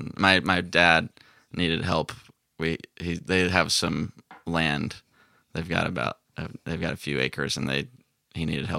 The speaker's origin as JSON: {"language": "English", "area": "Two Rock Valley", "region": "California", "country": "United States", "tie": "born or raised there", "also_born_or_lived": "Petaluma, California", "said": "I grew up I was only living in Petaluma for about 7 months of my life. And then I moved, or my parents moved us west of town into like the sticks and Two Rock Valley."}